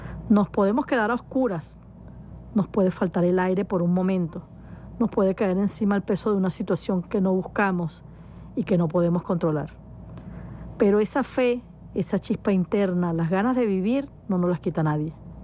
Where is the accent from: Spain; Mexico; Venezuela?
Venezuela; Seguimos adelante, seguimos avanzando y siempre como venezolanos estamos buscando la forma de arreglarlo.